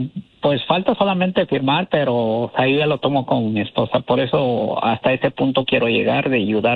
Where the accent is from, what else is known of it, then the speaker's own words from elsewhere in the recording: Honduras; Somos las hondureñas, así somos, hablamos, sí